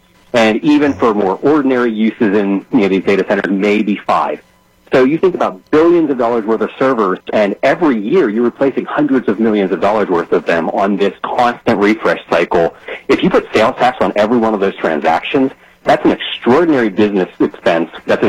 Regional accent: United States; as an American

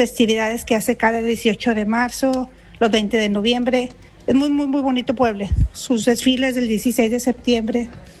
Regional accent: Vallehermoso, Mexico; yo también soy de Vallehermoso y se quedó corta con lo que dijo, su pueblo, su gente, es hermoso Vallehermoso, yo toda mi vida viví allá, y es un pueblo mágico, podría decirse, por su gente y por su comida

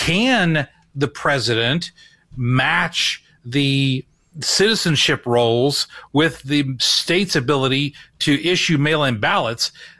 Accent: Illinois, United States; Well, I'm from Illinois.

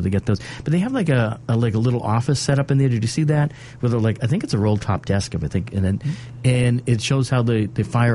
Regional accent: Marshfield, Massachusetts, United States; growing up in Marshall, we had the horn on the fire stations, the noon horn.

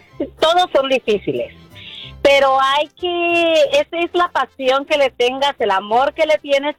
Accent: Colorines, State of Mexico, Mexico; also born or lived in Guanajuato; Soy de originaria de Colorines, Estado de México. Ahí viví un tiempo, unos 10 años, y después otros 10, 12 años en Guanajuato.

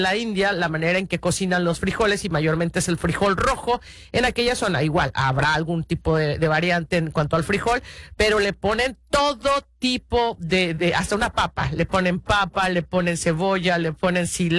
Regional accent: Guadalajara, Jalisco, Mexico; moved away; Muy típico de los tapatíos, es decir, bien, utilizar la palabra bien mucho, bien poquito, ese tipo de modismos que tenemos allá.

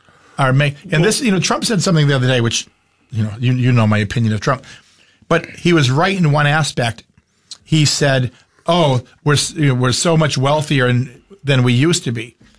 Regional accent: Keene, New Hampshire, United States; I was born and raised in Keene and grew up here

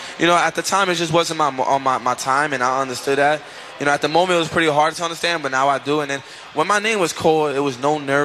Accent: New York City, New York, United States; also born or lived in Queens / Lefrak City; I was from Brooklyn, born and raised there, and then I moved to Queens

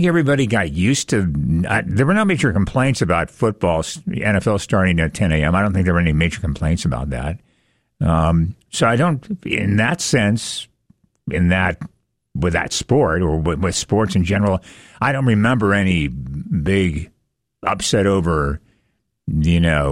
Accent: Washington, United States; Well, I grew up on the West Coast and moved here from Washington State.

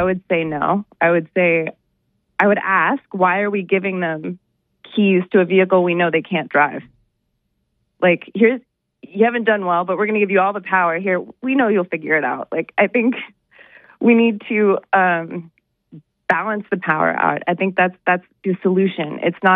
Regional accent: United States; as an American, as an Olympian, and as an athlete

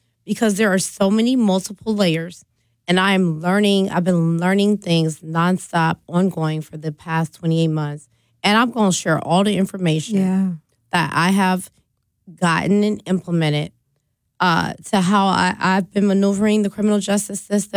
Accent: Mississippi, United States; now in Milwaukee, United States; I'm from Mississippi, Warren Central High School. Shouts out. You know, I'm from Mississippi to Milwaukee, okay?

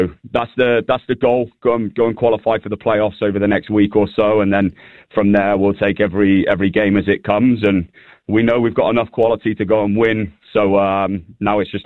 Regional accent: England, United Kingdom; now in Asheville, United States; I'm English

